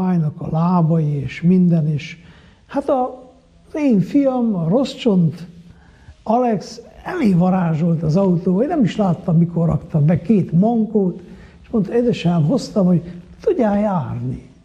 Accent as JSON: {"language": "Hungarian", "town": "Miercurea Ciuc", "region": "Harghita", "country": "Romania", "tie": "born or raised there", "said": "nekem pont Csíkszeredában, mert én itt nőttem fel"}